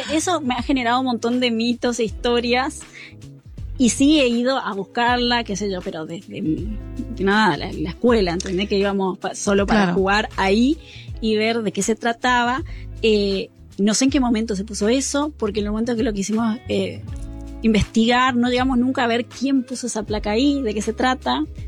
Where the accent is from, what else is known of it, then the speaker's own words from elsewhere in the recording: Mercedes, Corrientes, Argentina; Yo, en Mercedes.